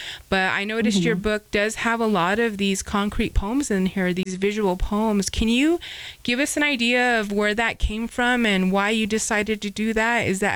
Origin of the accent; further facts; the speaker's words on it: Navajo Nation, United States; as Navajo people, we hear the language and we know a lot of us aren't fluent speakers, but we understand the language and we know the words and the jargon from our communities.